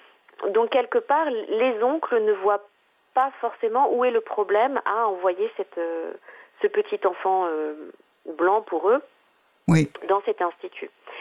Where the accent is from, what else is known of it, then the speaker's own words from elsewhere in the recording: Huye, Southern Province, Rwanda; la ville où je suis née, où j'ai grandi